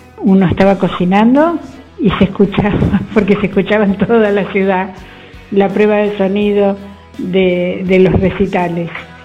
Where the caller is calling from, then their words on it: Tandil, Buenos Aires Province, Argentina; yo vivo en Tandil